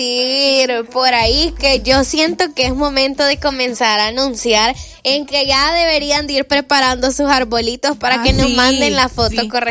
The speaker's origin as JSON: {"language": "Spanish", "town": "Santa Tecla", "region": "La Libertad", "country": "El Salvador", "tie": "born or raised there", "said": "Allá está en mi pueblo"}